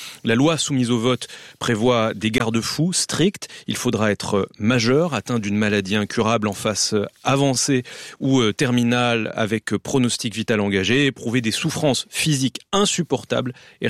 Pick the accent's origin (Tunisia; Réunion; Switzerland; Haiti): Switzerland; now in Paris, France; chez nous en Suisse